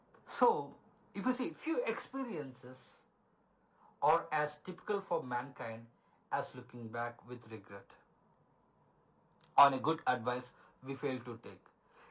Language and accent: English; Ongole, Andhra Pradesh, India; English is a second language; moved away as an adult; also born or lived in Mysore; in 2018, I got my job and I moved away from Ongole and stayed in Bangalore, in Mysore, which is near to Bangalore, and which is, you know, like 500 kilometers away from Ongole.